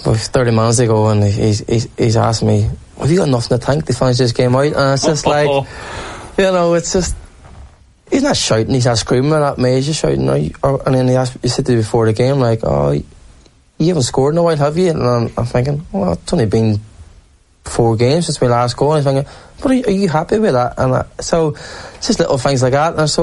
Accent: Derry, Northern Ireland, United Kingdom; Growing up in Derry as well, where, like, all my mates were drinkers from an early age

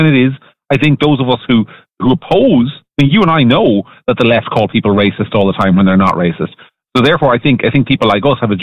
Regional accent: Ireland

